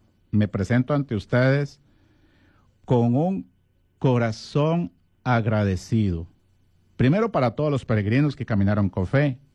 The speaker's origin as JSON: {"language": "Spanish", "country": "Costa Rica"}